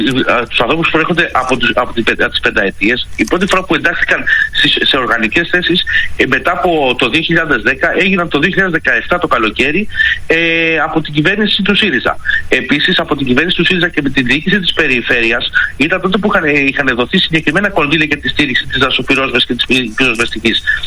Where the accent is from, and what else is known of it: Attica, Greece